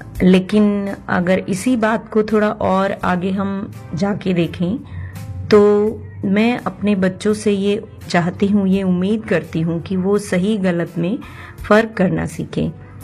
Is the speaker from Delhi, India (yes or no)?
yes; Delhi, India; मैं दिल्ली से हूँ।